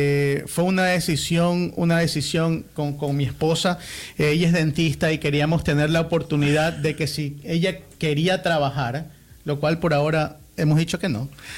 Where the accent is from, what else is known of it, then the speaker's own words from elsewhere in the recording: Ecuador; born there; Yo soy nacido en Ecuador, soy ecuatoriano de nacimiento.